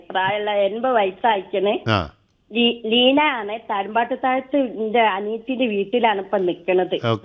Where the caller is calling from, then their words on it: Olavanna, Kerala, India; Olavanna കൊടിനാട്ട് Mukku.